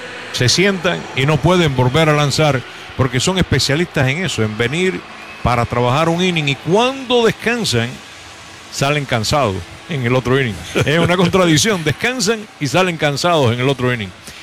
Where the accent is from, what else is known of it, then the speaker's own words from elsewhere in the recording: Cuba; Yo decía, yo soy cubano y ya valía más de 20 millones, por decir cubano nada más.